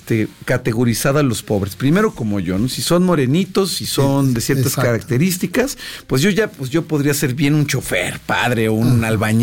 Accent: Mexico; Nosotros somos mexicanos y comemos chile y bailamos de cierta manera y festejamos de cierta manera.

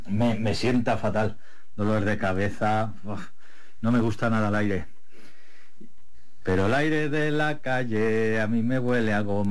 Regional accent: Valencia, Valencian Community, Spain; de Valencia, el Seguismos.

